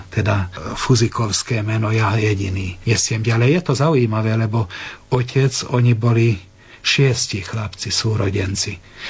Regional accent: Kesztölc, Komárom-Esztergom, Hungary; ako aj u nás v Kestúci, však Pilíž je katolícky.

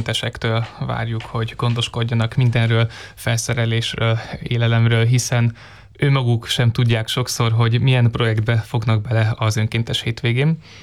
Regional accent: Budapest, Hungary; Azt látom, budapestiként, hogy itt a fővárosban annyi számtalan jó lehetőség

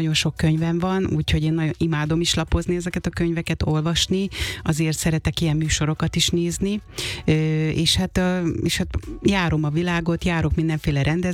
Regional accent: Békés, Hungary; Békés megyéből származom egyébként

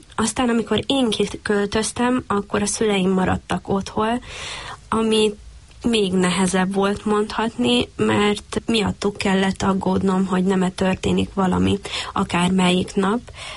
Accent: Zakarpattia Oblast, Ukraine; moved away as an adult; now in Hungary; Mivel Kárpátaljáról származom

